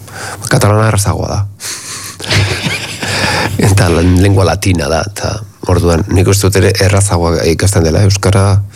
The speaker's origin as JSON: {"language": "Basque", "region": "Basque Country", "country": "Spain", "said": "Independentista naiz, eta euskalduna naiz bakarrik."}